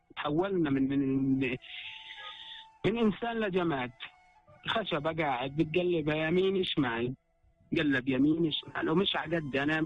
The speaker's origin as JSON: {"language": "Arabic", "country": "Palestine", "said": "انا فلسطيني وعندي رئيس وعندي منظمه وعندي دوله"}